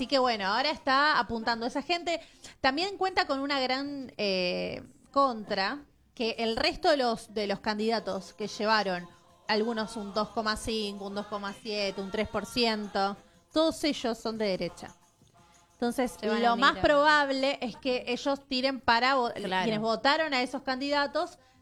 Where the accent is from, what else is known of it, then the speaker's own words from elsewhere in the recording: Argentina; Nos influye como argentinos